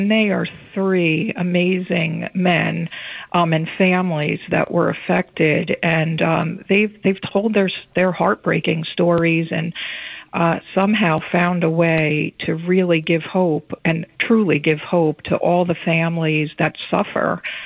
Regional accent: Manhattan, New York, United States; also born or lived in Monmouth County; now in Ocean, United States; Well, actually from Manhattan originally, but the majority of nothing to be sorry about there either. Majority of my life in Ocean and Monmouth. I started in Monmouth and I'm in Ocean down by the Manilocan area now.

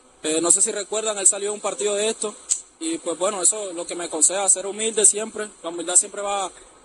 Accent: Barrancas, La Guajira, Colombia; also born or lived in Valledupar / Medellín; now in Barranquilla, Colombia; yo soy de Barranca La Guajira, soy de allá donde es Lucho Díaz, primo, pues bueno, vengo desde allá

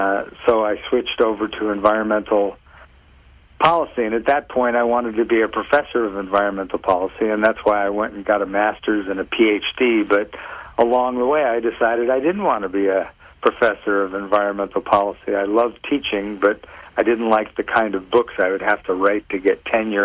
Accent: Roslyn, New York, United States; also born or lived in Queens / Stamford; now in Marblehead, United States; I was born in Queens, New York. Most of my life up through high school was spent in Roslyn, Long Island, Queens, New York, and Stamford, Connecticut, all within a couple of miles of the ocean.

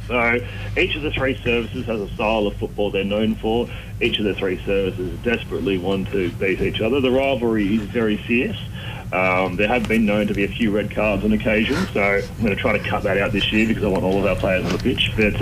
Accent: Doubtful Creek, New South Wales, Australia; now in Summer Hill, Australia; I grew up on a farm called Integrity Farms. It's based in Doubtful Creek, which is between two towns called Kyogle and Casino.

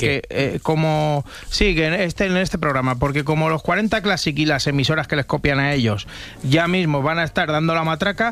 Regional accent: Spain; Soy española, ¿qué quieres que te haga?

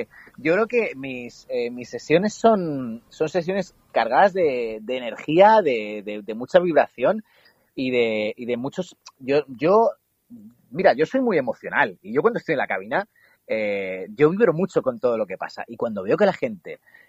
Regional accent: Vitoria, Basque Country, Spain; born there; sí que nací en Vitoria un poco de rebote porque mi padre estaba destinado allí trabajando en la radio.

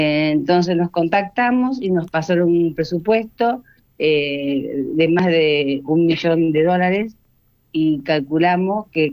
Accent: Leones, Córdoba, Argentina; Somos de Leones, provincia de Córdoba.

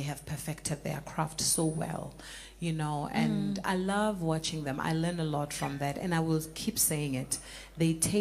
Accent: South Africa; first language Sepedi; English is a second language; It's my mother tongue. I've become alive. I think I express myself best when I sing in a language that I grew up speaking.

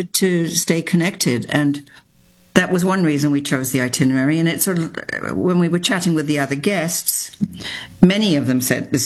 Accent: South East England, United Kingdom; moved away; I grew up in England on the Sussex coast, 20-something miles in those days from France.

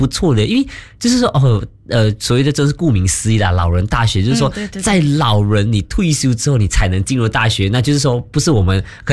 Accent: Malaysia; 就是说照顾我们这一批，就是我们这群的马来西亚人

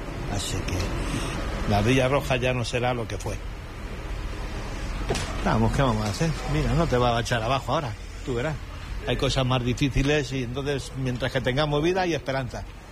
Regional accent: Casillas, Castile and León, Spain; yo soy de Casillas, un pueblo que además han parado el fuego

